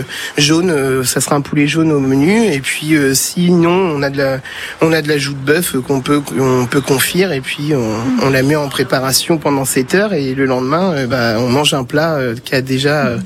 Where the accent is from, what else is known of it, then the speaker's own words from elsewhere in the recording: Issoudun, Centre-Val de Loire, France; also born or lived in Châteauroux; Ça fait 28 ans que je suis Issoudun. Je suis né sur Châteauroux, mais j'ai toujours habité Issoudun.